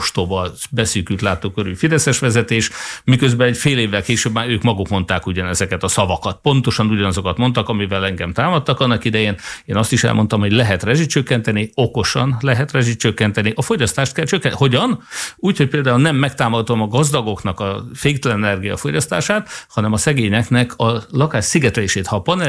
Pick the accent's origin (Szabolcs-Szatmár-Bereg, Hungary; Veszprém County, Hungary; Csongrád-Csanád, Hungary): Csongrád-Csanád, Hungary; Hódmezővásárhely; Hódmezővásárhely víz szempontjából szerencsés, hiszen nálunk ártézi vizek vannak